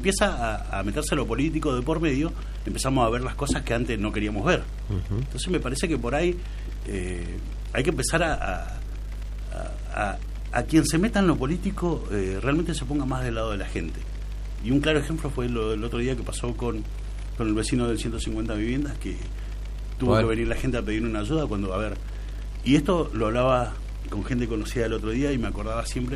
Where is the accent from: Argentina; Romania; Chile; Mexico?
Argentina; Junín; Somos gente de Junín, nos conocemos todos.